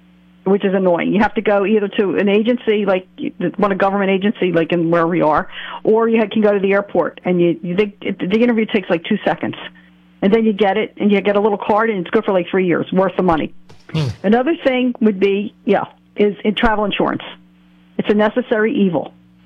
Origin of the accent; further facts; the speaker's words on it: New Jersey, United States; accent: New Jersey; Yeah, I'm from Jersey, yeah. Mm-hmm. With this accent.